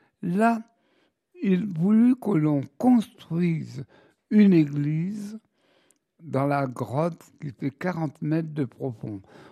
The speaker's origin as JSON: {"language": "French", "country": "France", "said": "chez nous, en France."}